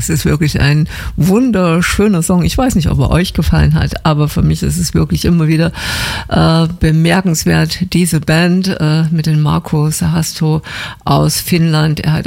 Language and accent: German; Markkleeberg, Saxony, Germany; born there; Denn Gaschwitz ist auch meine Geburtsstadt